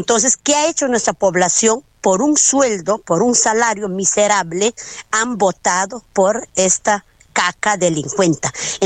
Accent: Peru; nosotros como peruanos

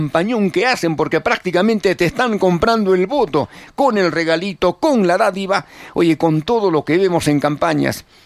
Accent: Arequipa, Peru; nosotros como arequipeños

